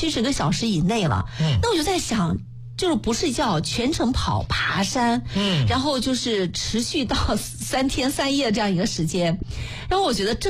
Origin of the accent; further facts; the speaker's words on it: China; 我们中国人